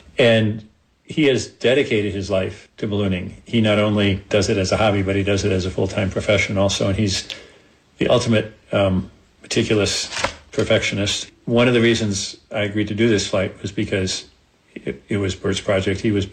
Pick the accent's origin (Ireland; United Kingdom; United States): United States; Connecticut; moved away; I came out here from Connecticut, and it was a whole new world for me.